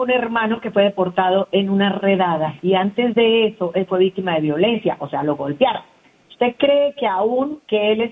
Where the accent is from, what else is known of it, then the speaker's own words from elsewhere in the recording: El Salvador; yo soy salvadoreño y me dieron el perdón de la deportación.